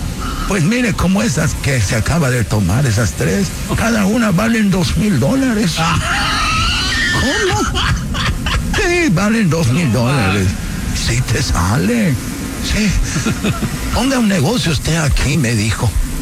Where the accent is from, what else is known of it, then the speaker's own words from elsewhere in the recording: Mexico; Sí, no, soy yo. Yo soy mexicano.